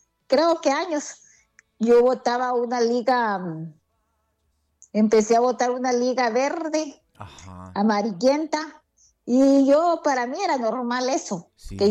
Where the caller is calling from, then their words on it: Villanueva, Cortés, Honduras; De Villanueva Cortés.